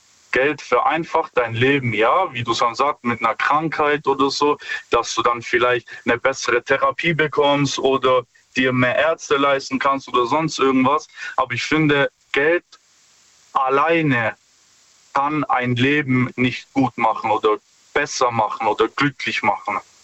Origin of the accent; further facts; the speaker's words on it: Stuttgart, Baden-Württemberg, Germany; Ja, hi. Stuttgart.